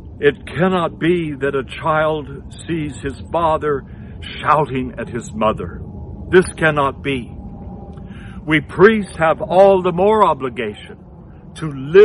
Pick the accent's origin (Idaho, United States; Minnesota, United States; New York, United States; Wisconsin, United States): Idaho, United States; now in Vashon Island, Washington, United States; I grew up on Pendere Lake in northern Idaho. We lived right on the lake